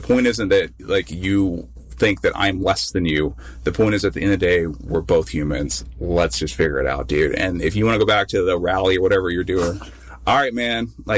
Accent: Arkansas, United States; You know, I'm from Arkansas. I think we already, like, Arkansans, in my opinion, are already like, I don't know.

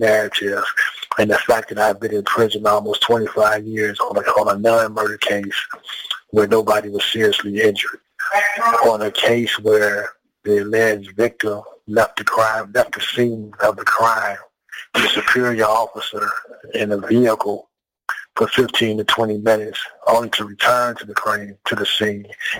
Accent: Gary, Indiana, United States; I'm originally from Gary, Indiana.

